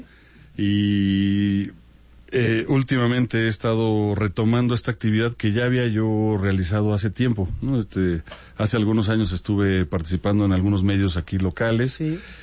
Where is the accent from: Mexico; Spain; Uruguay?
Mexico; State of Mexico; mis hermanos, yo ya somos mexiquenses, sí, ya crecimos acá.